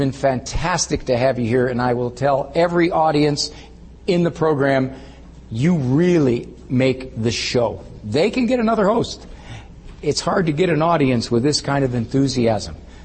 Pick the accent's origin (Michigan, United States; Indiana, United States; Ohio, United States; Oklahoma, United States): Ohio, United States; Cleveland; Actually, I'm from Cleveland. And so Cleveland sports fans are 90% scar tissue. So we pretty much have to root for the Buckeyes.